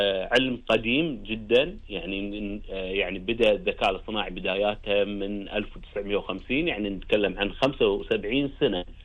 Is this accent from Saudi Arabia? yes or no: no; Kuwait